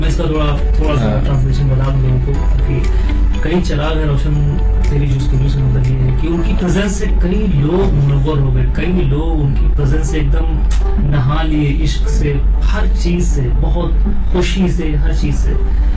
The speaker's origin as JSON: {"language": "Hindi", "town": "Lucknow", "region": "Uttar Pradesh", "country": "India", "said": "मैं लखनऊ से हूँ तो थोड़ी अच्छी घर पे उर्दू पे मगर उतनी अच्छी है"}